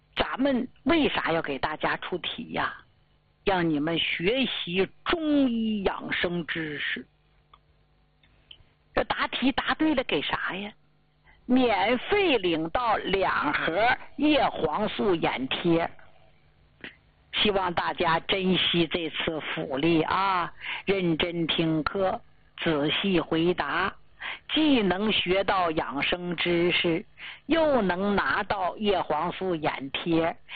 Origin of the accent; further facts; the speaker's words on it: Northeast China, China; 其实对于我们老年人来说是好事儿，对于咱们东北人来说也是好事儿